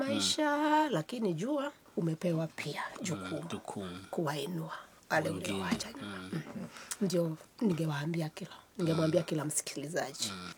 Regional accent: Bondo, Siaya County, Kenya; now in Nairobi, Kenya; Niko Nairobi na niko tena mashinani. Kwetu ni Bondo.

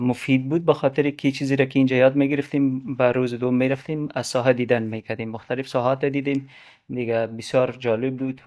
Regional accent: Afghanistan; و ما هم از افغانستان آمدیم

